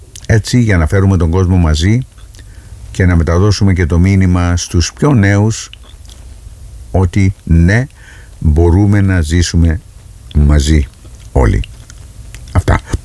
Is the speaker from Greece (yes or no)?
no; Sychari, Nicosia District, Cyprus; born there; moved away; Το έσω μου είναι εκεί στο μεταδάχτυλο. Το χωριό μου είναι το Σιχαρί, που είναι πάνω στην οροσειρά πενταδαχτύλου.